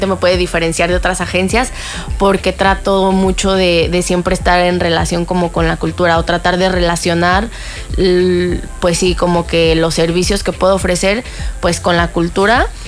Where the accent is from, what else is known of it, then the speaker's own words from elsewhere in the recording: Mexico City, Mexico; moved away as an adult; now in Cancún, Mexico; yo soy de la Ciudad de México, entonces yo decidí venirme a Cancún